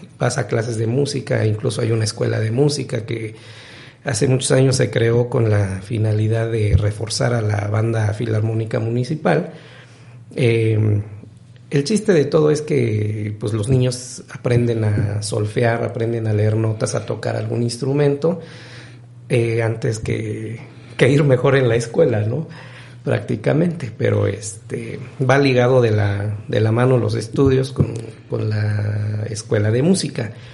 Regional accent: Oaxaca, Mexico; Y pues allá vivo hasta parte del Cobao, y es cuando me vengo a la ciudad de Oaxaca, ¿no?

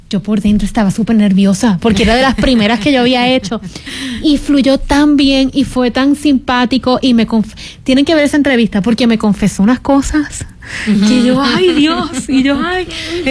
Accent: Puerto Rico; Me gustaría trabajar también en mi país, en Puerto Rico.

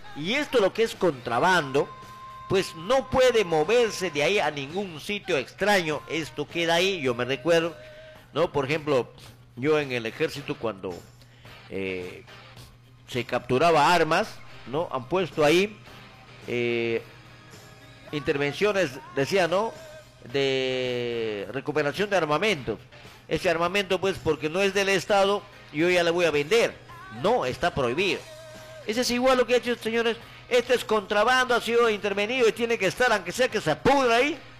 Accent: Peru; ciudadano de a paso y peruano

